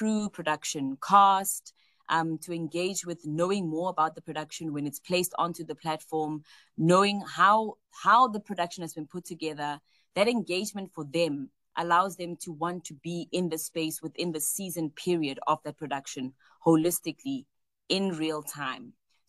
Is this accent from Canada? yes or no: no; South Africa; who I am as a South African.